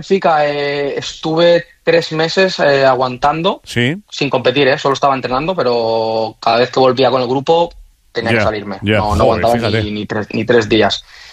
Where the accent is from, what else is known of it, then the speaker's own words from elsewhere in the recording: Valencia, Valencian Community, Spain; also born or lived in Cullera; Bueno, soy de... mucha gente te piensa que soy de Cullera, pero soy de Valencia.